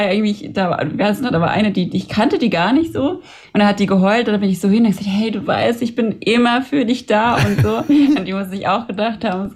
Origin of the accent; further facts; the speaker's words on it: Kaiserstuhl, Baden-Württemberg, Germany; wir kommen ja hier aus der Weinregion, ne, am Kaiserstuhl.